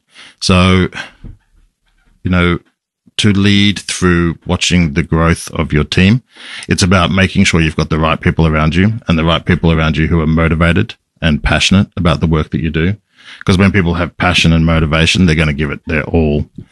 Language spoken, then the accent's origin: English; Melbourne, Victoria, Australia; I grew up in Melbourne, but in the eastern suburbs, and a lot of my extended family are from the country.